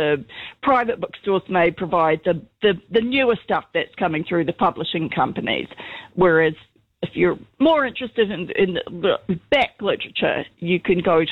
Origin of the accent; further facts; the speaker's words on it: Hamilton, Waikato, New Zealand; also born or lived in Christchurch; I just want to say that I lived in Christchurch prior to the earthquake. I'm not a Cantab. I'm from Hamilton, but I moved to Christchurch a couple of times, and I really enjoyed it.